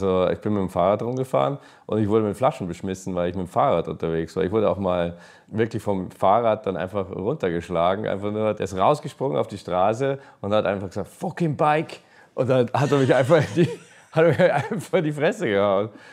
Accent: England, United Kingdom; now in Scotland; Ja, und dann wird man, also als Engländer wird man halt auch nicht besonders ernst genommen in Schottland.

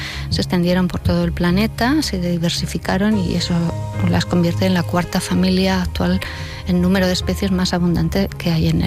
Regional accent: Angués, Aragon, Spain; Desde mi infancia en Angués, yo crecí hasta los 6 años en Angués y vivía prácticamente en contacto directo con la naturaleza.

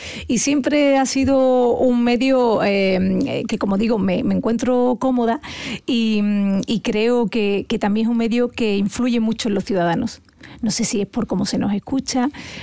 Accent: Andalusia, Spain; Yo estoy loca por Andalucía porque es mi tierra.

